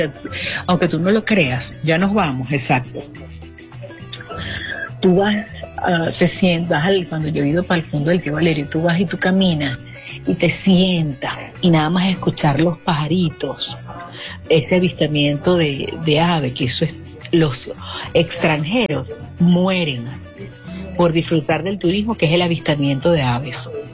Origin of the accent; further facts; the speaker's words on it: Apure, Venezuela; quise hablar del estado Apure, mi tierra, la tierra de mis hijos, una tierra que tiene tanto para dar